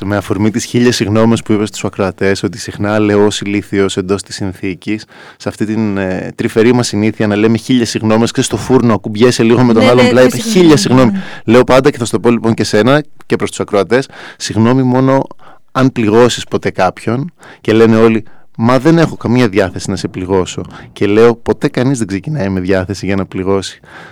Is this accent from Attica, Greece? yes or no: yes; Athens, Attica, Greece; ως Αθηναίος